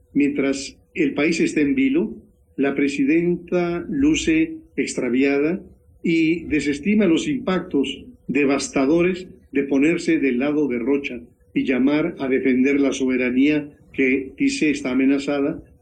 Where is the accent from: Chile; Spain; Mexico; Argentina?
Mexico; yo creo que como mexicano es muy irritante escuchar del presidente de Estados Unidos la advertencia de que si en México no hacemos lo que nos corresponde frente a los grupos criminales, ellos lo harán